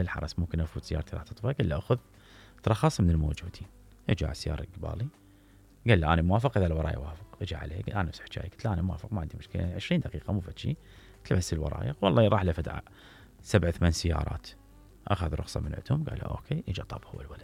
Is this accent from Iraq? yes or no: yes; Iraq; أنت كمواطن عراقي